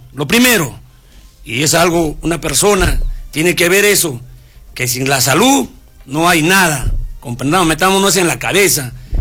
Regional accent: Arequipa, Peru; born there; Soy un hijo de Pueblo Joven, nací en el Pueblo Joven Tupac Amaru, Cerro Colorado

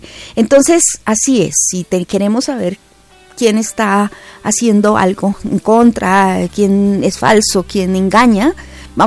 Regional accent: Fusagasugá, Cundinamarca, Colombia; born there; moved away; desde la bella ciudad jardín, Fusagasugá, mi tierra natal, mi tierra bella

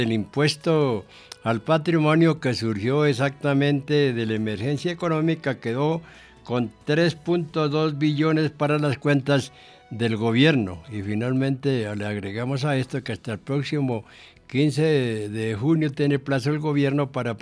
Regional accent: Llanos Orientales, Colombia; yo soy llanero

